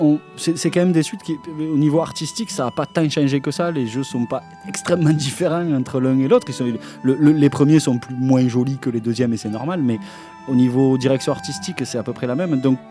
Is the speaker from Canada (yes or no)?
no; Southern France, France; accent: southern; j'ai l'accent du sud, donc je peux pas parler anglais.